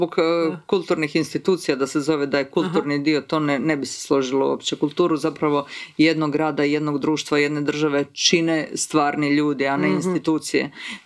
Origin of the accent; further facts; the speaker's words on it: Karlovac, Karlovac County, Croatia; on je iz Zadra, ja sam iz Karlovca, tako da smo bili postanari u Zagrebu